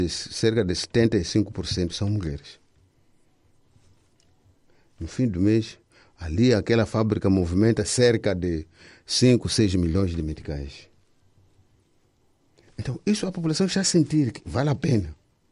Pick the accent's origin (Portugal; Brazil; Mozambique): Mozambique; Eu sou natural de Mxanguentaba.